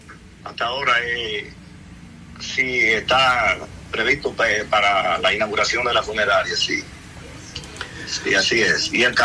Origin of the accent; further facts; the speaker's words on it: Bonao, Monseñor Nouel, Dominican Republic; somos de Bonao y nos conocemos